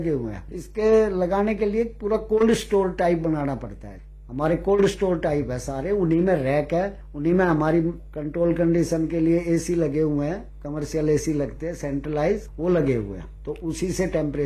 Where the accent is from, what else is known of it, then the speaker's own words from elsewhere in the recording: Delhi, India; हाँ जी, मैं दिल्ली का रहने वाला हूँ तो यहाँ मैं बना नहीं सकता